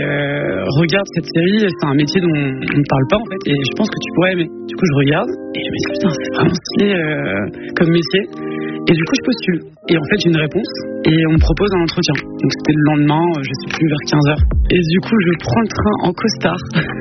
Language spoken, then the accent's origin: French; Lille, Hauts-de-France, France; je viens de Lille